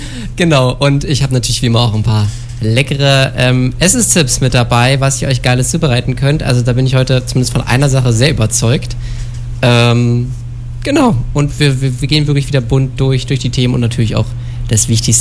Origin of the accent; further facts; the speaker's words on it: Germany; Man könnte mir jetzt vorwerfen, irgendwie ich bin böse gegenüber den Franzosen als Deutscher